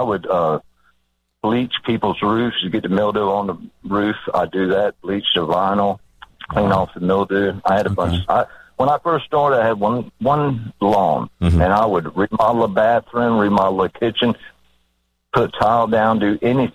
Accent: Sanford, North Carolina, United States

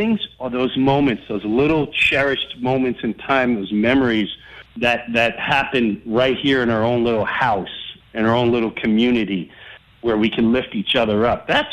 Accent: Long Island, New York, United States; growing up in Long Island

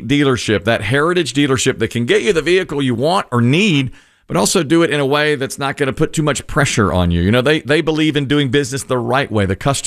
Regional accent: Asheboro, North Carolina, United States; I grew up in Asheboro

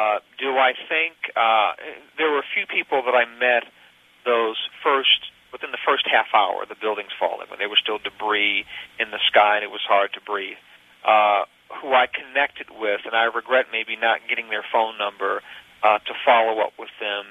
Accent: the South, United States; I'm a Southerner, and New Yorkers, rightly or wrongly, have this reputation of being sort of these cold, rude people

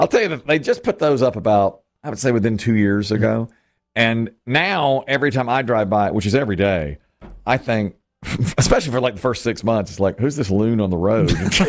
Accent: Asheboro, North Carolina, United States; When I was growing up in Ashboro, before you knew the time and temperature, you didn't know the temperature.

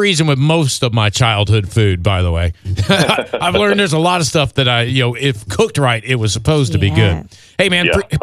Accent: the South, United States; born there; I'm probably a bad Southerner. And yes, I was born in the South.

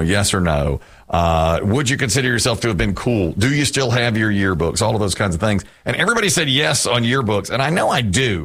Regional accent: Ashburn, Virginia, United States; This is Ralph, who is from my hometown of Ashburn.

